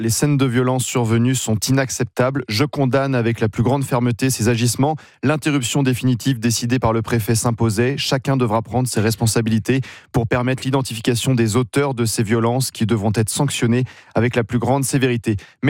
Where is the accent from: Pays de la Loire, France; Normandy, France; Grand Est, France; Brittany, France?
Pays de la Loire, France; Nantes; Je suis né à Nantes, j'ai grandi en Loire-Atlantique.